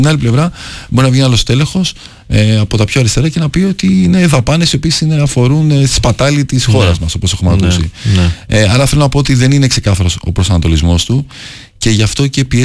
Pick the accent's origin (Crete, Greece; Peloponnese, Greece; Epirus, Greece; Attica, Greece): Attica, Greece; Athens; Ήρθαν πρόσφυγες μικρά παιδιά στην Αθήνα. Μεγαλώσαμε στην Αθήνα. Αγαπάω πάρα πολύ τον τόπο μου στην Καβάλα.